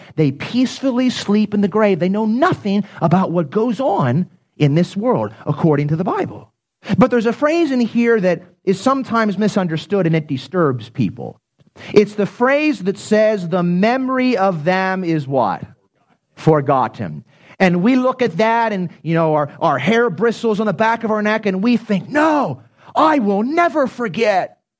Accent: Pennsylvania, United States; When I grew up in Pennsylvania

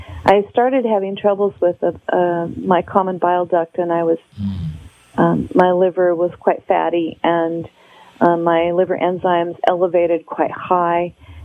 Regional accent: Alaska, United States; I've always loved walking. I've always loved being outside. I was raised in Southeast Alaska.

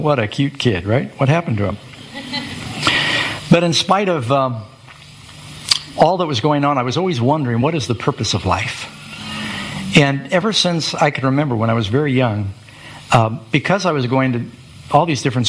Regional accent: New York City, New York, United States; also born or lived in Burbank, California; I was born in Burbank, California. That's where Dad had his aircraft business. And by they divorced when I was three. Like I said, their relationship was very tempestuous. So Mom moved to New York City. My brother and I moved there to join her.

